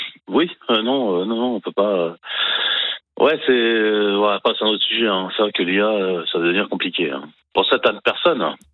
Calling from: Brittany, France; Je suis breton.

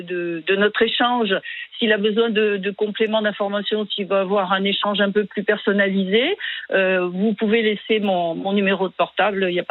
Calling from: Sarlat-la-Canéda, Nouvelle-Aquitaine, France; moi je suis de Sarlat

